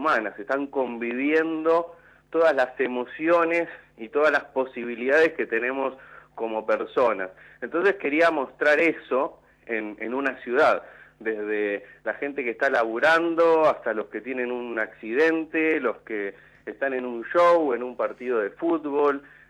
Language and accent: Spanish; General Rodríguez, Buenos Aires Province, Argentina; now in Mar del Plata, Argentina; yo nunca viví en Buenos Aires, soy de General Rodríguez, ahora vivo en Mar del Plata